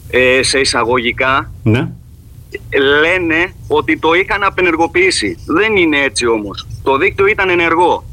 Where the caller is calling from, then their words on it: Kypseli, Greece; στην κοινότητα Κυψέλης, στο χωριό μου.